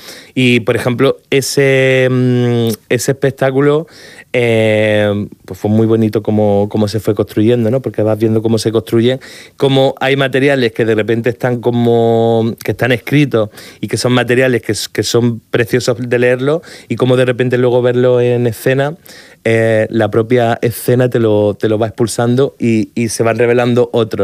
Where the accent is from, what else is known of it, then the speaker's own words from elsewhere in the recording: Andalusia, Spain; now in Murcia, Spain; Y también como yo, como artista andaluz, también me sentí como un poco desarraigado de mi tierra, ¿no? Por esta cosa también como de la emigración, de, ¿no? Como de venirme a Murcia